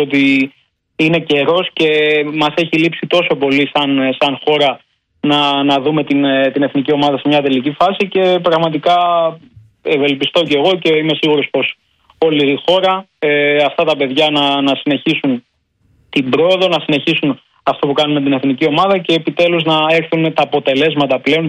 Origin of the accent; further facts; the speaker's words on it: Greece; εμείς οι Έλληνες